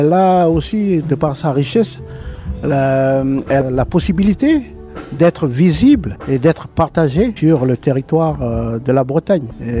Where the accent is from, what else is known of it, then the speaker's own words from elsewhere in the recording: New Caledonia; now in Rennes, France; Je suis originaire de la tribu de Hapecha.